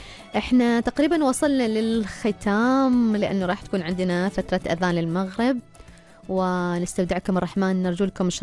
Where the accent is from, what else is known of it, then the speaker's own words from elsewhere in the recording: Oman; بلدنا عمان